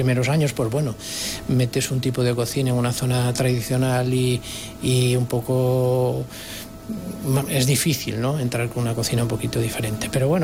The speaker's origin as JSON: {"language": "Spanish", "town": "Mondoñedo", "region": "Galicia", "country": "Spain", "also_born_or_lived": "Santiago de Compostela"}